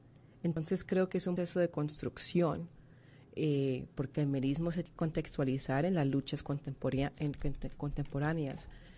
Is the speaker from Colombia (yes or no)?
yes; Colombia; now in El Salvador; Me siento muy comprometida con el pueblo salvadoreño y lo veo como mi segundo hogar. Aunque yo soy colombiana, creo que he pasado más tiempo en este país que en mi propio país.